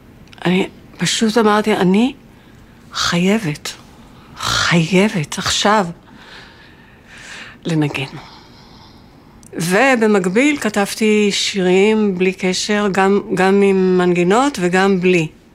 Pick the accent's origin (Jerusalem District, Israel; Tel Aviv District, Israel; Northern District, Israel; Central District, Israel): Jerusalem District, Israel; Jerusalem; אני מירושלים, 1955, ינואר. אמא שלי באה מקנדה